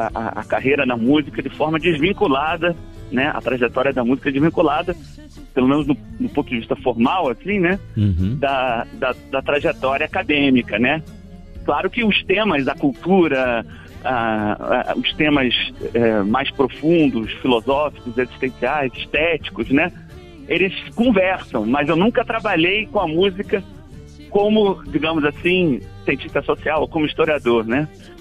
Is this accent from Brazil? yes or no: yes; Rio de Janeiro, Brazil; born or raised there; moved away as an adult; now in Federal District, Brazil